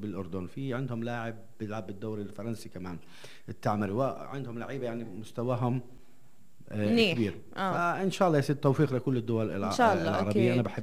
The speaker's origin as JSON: {"language": "Arabic", "country": "Palestine", "said": "احنا كفلسطينيين"}